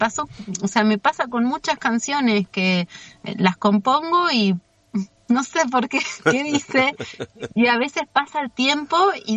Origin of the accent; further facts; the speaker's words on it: Trevelin, Chubut, Argentina; acá, en Trevelin, en mi pueblo